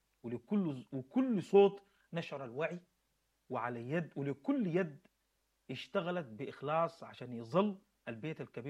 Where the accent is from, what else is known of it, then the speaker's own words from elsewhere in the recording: Sudan; دي حاجتنا كسودانيين